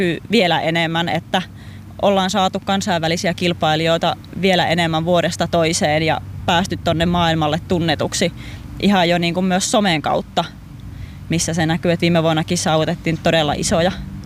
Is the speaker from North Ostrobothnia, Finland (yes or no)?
no; Sonkajärvi, North Savo, Finland; minä olen Sonkajärveltä kotoisin ja aina kyllä lapsuudesta asti kisoissa käynyt ja markkinoilla käynyt